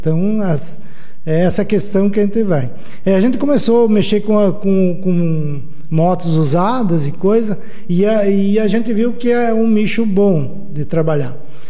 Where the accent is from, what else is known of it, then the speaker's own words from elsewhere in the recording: São José do Cedro, Santa Catarina, Brazil; born there; moved away as an adult; also born or lived in Foz do Iguaçu; now in São José do Cedro, Brazil; Eu nasci em São José de Cedro e fiquei um tempo fora